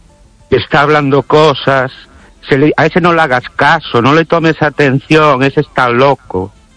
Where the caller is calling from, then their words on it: Ourense, Galicia, Spain; Buenas noches. Estéreo oyente … de Orense.